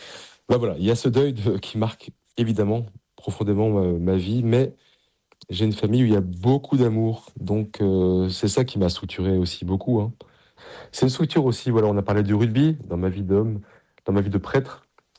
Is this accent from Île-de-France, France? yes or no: yes; Paris, Île-de-France, France; avec mon curé de paroisse, tout simplement, là où j'ai grandi, la paroisse Saint-Médard, en bas de la rue Mouffetard, à Paris.